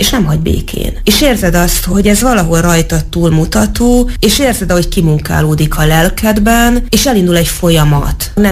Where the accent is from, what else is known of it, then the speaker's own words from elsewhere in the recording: Tatabánya, Komárom-Esztergom, Hungary; born there; also born or lived in Debrecen; Tehát kvázi lehet azt mondani, hogy debreceni vagyok, de nem Debrecenben, hanem Tatabányán születtem. Tehát debreceni alapvetően a család identitása.